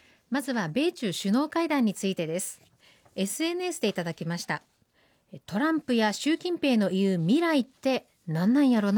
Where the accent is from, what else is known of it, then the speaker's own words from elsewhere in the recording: Yame, Fukuoka, Japan; 私は福岡県のお茶どころ八女の出身ですので